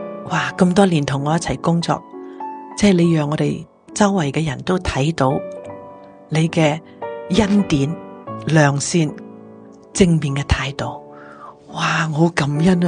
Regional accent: China; 要将事做好，你知我哋中国人

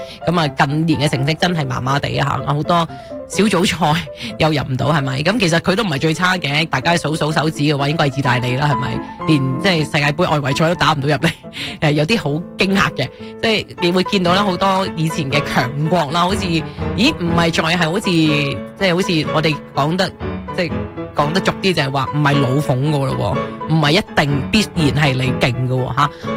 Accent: Hong Kong; moved away; 我哋嚟自香港嘅都会睇得多啲啦

